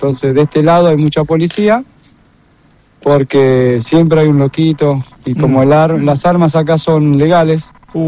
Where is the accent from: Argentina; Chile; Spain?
Argentina; now in United States; yo soy oriundo de Villavoy